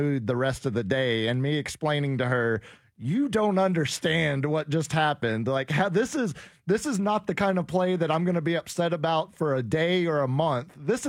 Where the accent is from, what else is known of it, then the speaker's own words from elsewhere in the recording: Texas, United States; moved away as an adult; now in San Antonio, United States; hometown in North Texas, now living in San Antonio for almost as long as I lived in my hometown.